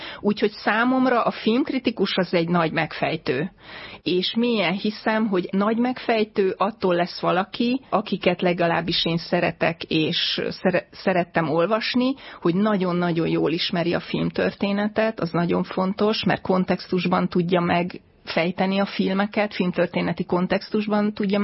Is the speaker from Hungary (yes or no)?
yes; Hungary; born there; akik itt nőttünk fel, meg ebben a kultúrában szocializálódtunk